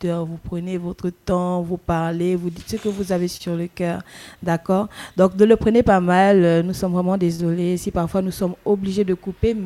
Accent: Oyem, Woleu-Ntem, Gabon; Le Wolentem.

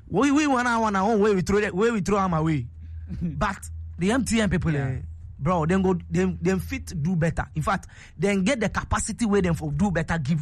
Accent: Ghana; as Ghanaians

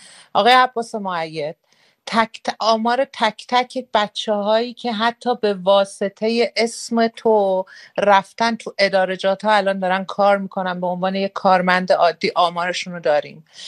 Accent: Rasht, Gilan, Iran; من بچه رشتم

